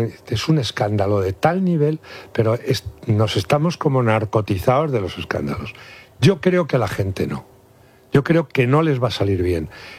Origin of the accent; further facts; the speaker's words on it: Guadalajara, Castilla-La Mancha, Spain; born there; el fundador de Guadalajara, encima de mi pueblo.